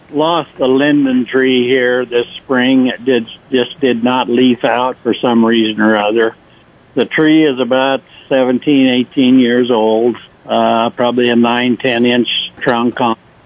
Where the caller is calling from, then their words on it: Plymouth, Nebraska, United States; from Plymouth.